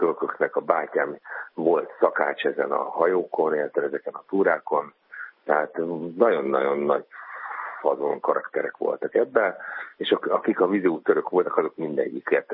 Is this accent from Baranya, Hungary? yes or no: no; Dunavarsány, Pest, Hungary; én Dunavarsájban születtem